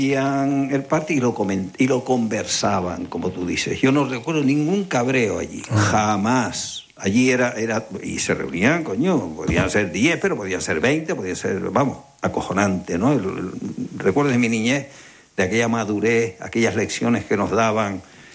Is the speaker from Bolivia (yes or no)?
no; Guatiza, Canary Islands, Spain; e iba a Lanzarote, a Guatiza, a mi pueblo natal.